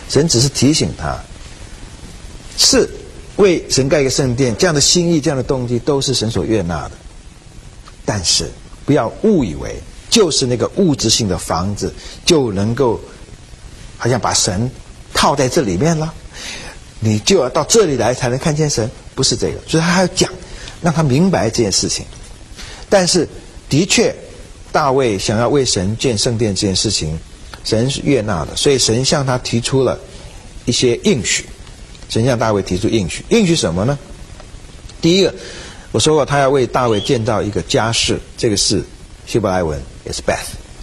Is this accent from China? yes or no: yes; China